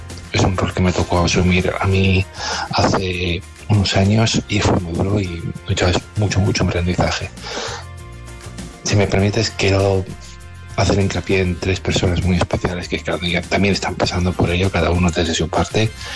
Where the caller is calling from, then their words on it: Alcorcón, Community of Madrid, Spain; Hola, Kena, buenos días. … de Alcorcón.